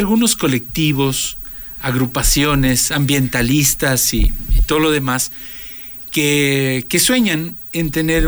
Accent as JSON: {"language": "Spanish", "country": "Ecuador", "said": "Para nosotros la minga, como ecuatorianos"}